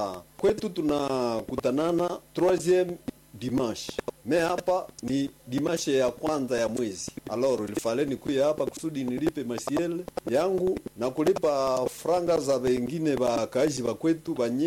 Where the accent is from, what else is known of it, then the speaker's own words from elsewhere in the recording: Butembo, North Kivu, DR Congo; mgini ya kwetu hapa Butembo